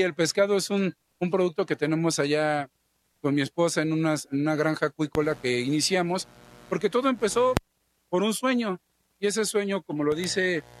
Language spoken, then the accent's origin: Spanish; Mexico